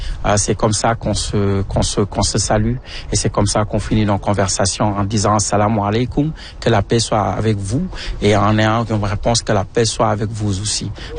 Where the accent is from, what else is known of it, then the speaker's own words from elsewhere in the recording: Senegal; moved away; moi, je suis originaire du Sénégal.